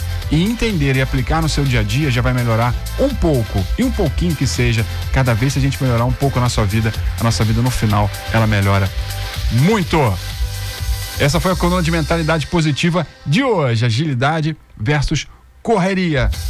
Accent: Brazil; Nós somos brasileiros

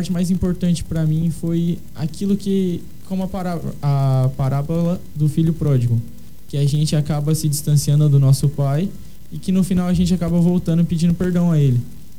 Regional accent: Dourados, Mato Grosso do Sul, Brazil; Sou de Dourados

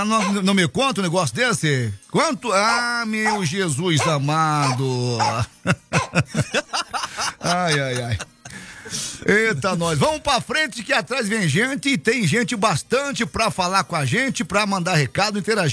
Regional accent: Telêmaco Borba, Paraná, Brazil; Eu sou de Telêmaco Borba, tá?

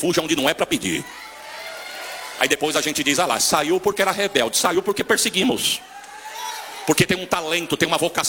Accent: Catanduva, São Paulo, Brazil; Eu falei, não, eu sou de Catanduva.

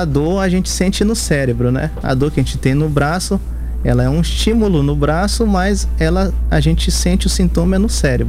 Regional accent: Amapá, Brazil; Sou amapaense.

